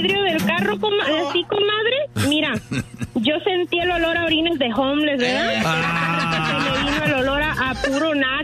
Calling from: Maryland, United States; Desde Maryland.

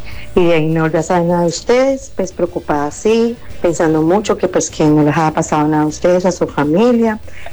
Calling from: Tuluá, Valle del Cauca, Colombia; de aquí de Tuluá

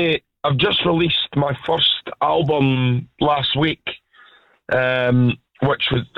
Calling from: Wanaka, Otago, New Zealand; I'm calling from Wanaka, mate.

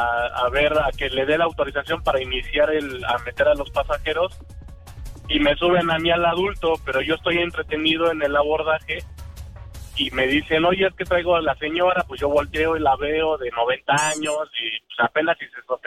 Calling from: Chimalhuacán, State of Mexico, Mexico; Soy de Chimalhuacán

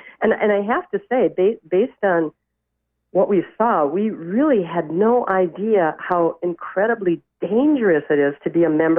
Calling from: Wisconsin, United States; I'm from Wisconsin.

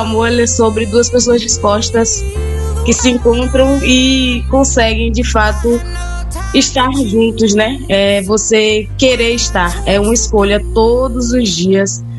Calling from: Salvador, Bahia, Brazil; Eu falo de Salvador.

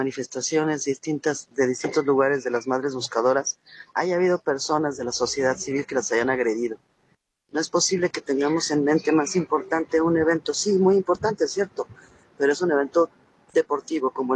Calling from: Mexico City, Mexico; de la Ciudad de México.

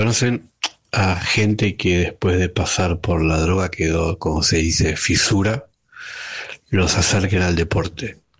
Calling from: Ramos Mejía, Buenos Aires Province, Argentina; de Ramos Mejía.

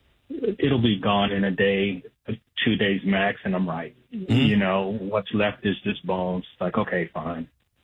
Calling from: Elkridge, Maryland, United States; I'm in Elk Ridge.

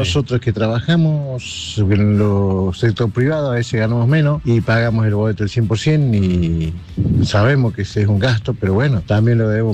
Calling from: Argentina; Buenos días … de Ampliación Ferreira.

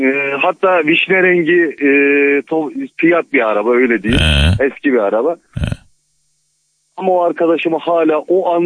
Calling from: Erzurum, Turkey; Erzurum'dan arıyorum.

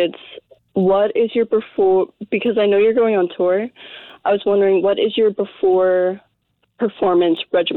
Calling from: Maryland, United States; from Maryland.

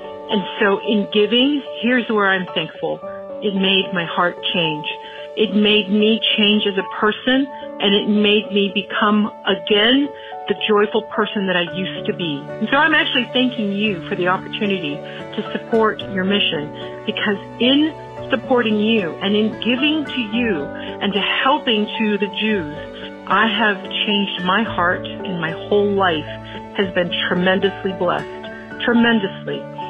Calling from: Houston, Texas, United States; I'm calling from Houston

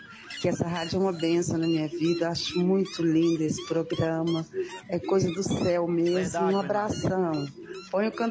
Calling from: Uberlândia, Minas Gerais, Brazil; Falo de Uberlândia.

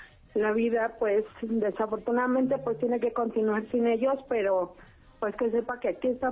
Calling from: Toluca, State of Mexico, Mexico; Desde Toluca.

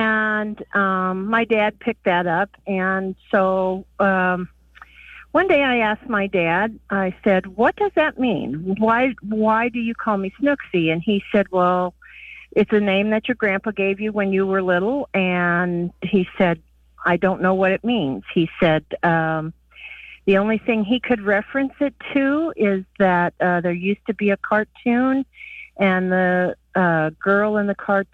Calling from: Santa Claus, Indiana, United States; I'm calling from Santa Claus, Indiana.

